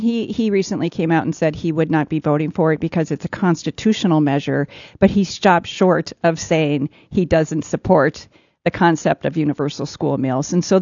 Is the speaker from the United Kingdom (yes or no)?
no; North Dakota, United States; representing so many voices across my home state of North Dakota.